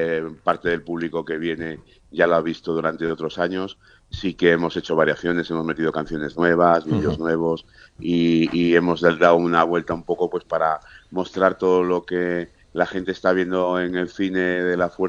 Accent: Valladolid, Castile and León, Spain; Somos de aquí, de Valladolid.

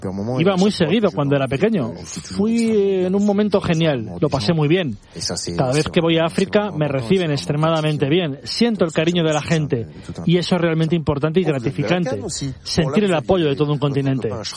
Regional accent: France; Aunque nací en Francia y lo he hecho todo en Francia. Nunca he cortado el vínculo con mis raíces, con mis orígenes.

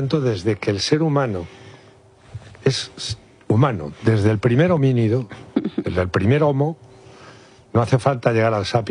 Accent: Castile, Spain

